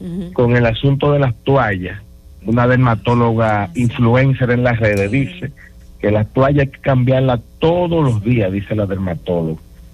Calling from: Santo Domingo Norte, Santo Domingo, Dominican Republic; Hablo de Santo Domingo Norte

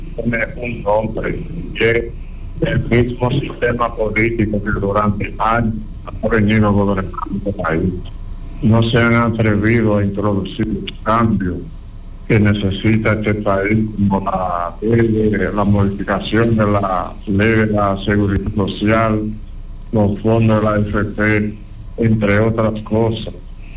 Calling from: Cotuí, Sánchez Ramírez, Dominican Republic; de Cotuí.

